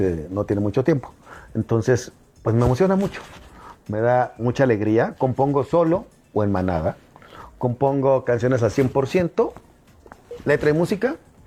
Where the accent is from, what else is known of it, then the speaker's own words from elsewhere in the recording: Torreón, Coahuila, Mexico; moved away as an adult; now in Mexico City, Mexico; Cuando llegué de Torreón. Yo soy de Torreón, llegué sin conocer a nadie, me contrató Marco Flavio.